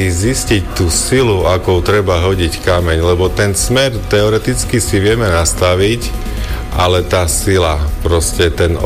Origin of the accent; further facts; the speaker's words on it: Košice, Košice Region, Slovakia; Ja som z Košic.